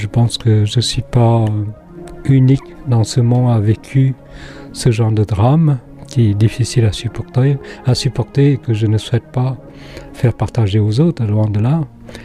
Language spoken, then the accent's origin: French; Cambodia; French is a second language; moved away as an adult; now in France; Je viens du Cambodge, je suis né et vécu 19 ans là-bas.